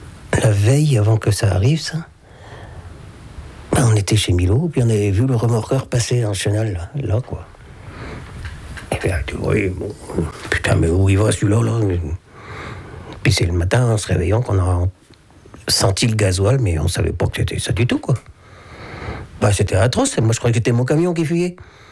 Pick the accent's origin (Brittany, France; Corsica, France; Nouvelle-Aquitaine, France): Brittany, France; Trézien; marin pêcheur à l'Empol Plouarzel. Enfin, à Plouarzel, je suis de Trésien.